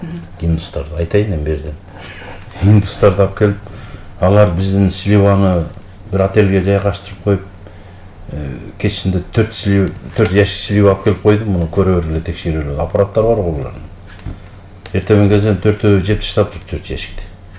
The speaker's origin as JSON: {"language": "Kyrgyz", "town": "Urmaral", "region": "Talas Region", "country": "Kyrgyzstan", "tie": "born or raised there", "said": "мен өзүм Таластан болом, Бакаят районунун Үрмарал деген айылданмын. Ошол Үрмарал деген айыл ошол чоң өзөн Семеновка кырчын дегендей. Ошол жерде төрөлүп өскөнбүз."}